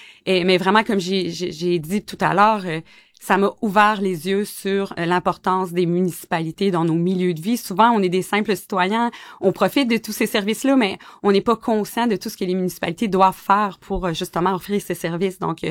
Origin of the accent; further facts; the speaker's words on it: Havre-Saint-Pierre, Quebec, Canada; Donc, c'est pour ça que c'était clair que je voulais revenir chez moi, à Saint-Pierre.